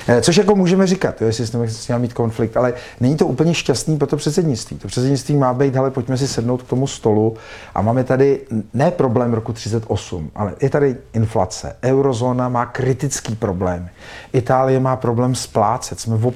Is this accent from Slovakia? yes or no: no; Russia; moved away; tak jsem utekl před tou válkou, je to složitý, mohli jsme si o tom vyprávět týdny. Ale proč jako já Rus jsem špatný?